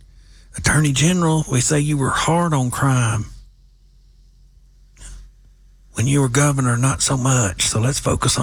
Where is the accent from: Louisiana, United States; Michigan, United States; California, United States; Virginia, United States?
Louisiana, United States; r Kennedy from my home state of Louisiana. Always profound.